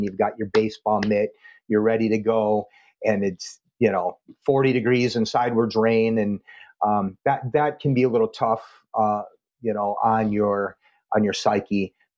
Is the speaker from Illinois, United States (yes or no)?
no; Buffalo, New York, United States; moved away; also born or lived in Pensacola, Florida; there's disadvantages to growing up in Western New York.